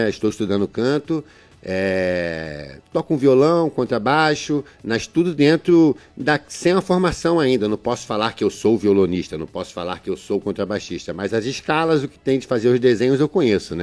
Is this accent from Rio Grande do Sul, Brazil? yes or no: no; Armação dos Búzios, Rio de Janeiro, Brazil; born there; Fui criado lá em Padre Miguel, né? E papai e mamãe viemos a Búzios em 87. Eu tinha 6 anos para poder fugir da criminalidade em busca de uma melhor qualidade de vida. E a cidade de Búzios até então, estou aí 39 anos